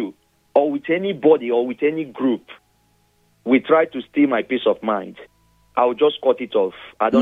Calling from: Nigeria; as a Nigerian

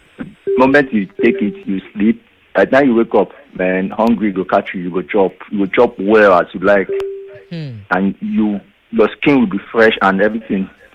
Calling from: Lekki, Lagos, Nigeria; I call you from Lekki.

